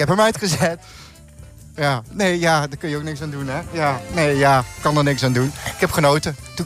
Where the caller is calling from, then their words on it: Sittard, Limburg, Netherlands; Maar ik kom uit Sittard